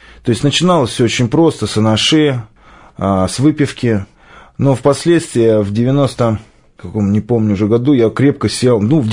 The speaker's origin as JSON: {"language": "Russian", "region": "Moscow", "country": "Russia", "said": "я из Москвы, а мне 33 года, совершенно недавно исполнилось"}